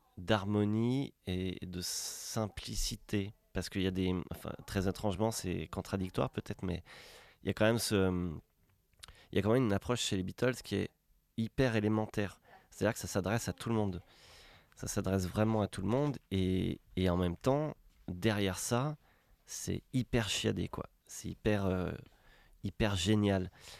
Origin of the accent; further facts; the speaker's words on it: France; accent: French; Non, je suis pas, pas hyper bon en anglais. Tu vois, on sent que j'ai un accent français quand même.